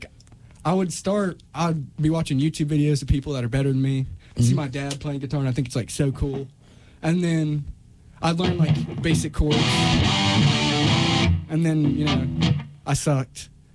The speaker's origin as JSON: {"language": "English", "town": "Lebanon", "region": "Virginia", "country": "United States", "said": "I'm from Lebanon, Virginia."}